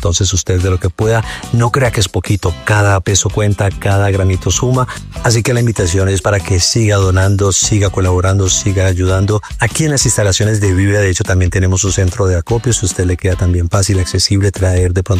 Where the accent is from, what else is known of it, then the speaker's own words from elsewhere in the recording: Colombia; porque somos colombianos